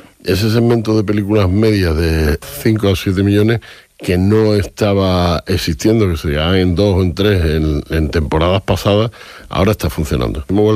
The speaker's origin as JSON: {"language": "Spanish", "town": "Huelva", "region": "Andalusia", "country": "Spain", "said": "Y después una película de chavales en Huelva, mi tierra, yo creo que puede estar interesante."}